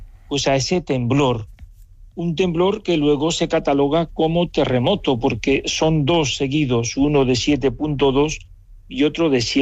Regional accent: Incinillas, Castile and León, Spain; Mi apellido no es Incinillas, sino que es mi pueblo.

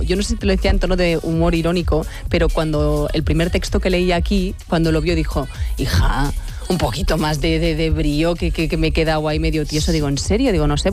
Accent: Barcelona, Catalonia, Spain; Y justamente mi mejor amiga que vive en Barcelona, soy de Barcelona, ya lo sabes

